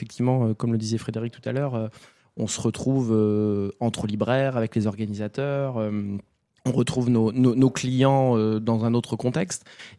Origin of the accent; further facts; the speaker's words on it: Montaigu, Pays de la Loire, France; moi, je suis né à Montaigu, j'ai vécu longtemps à Montaigu